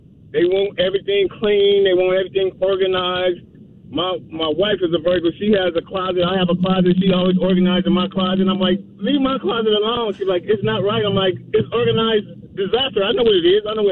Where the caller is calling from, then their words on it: East Los Angeles, California, United States; I'm calling from East Los.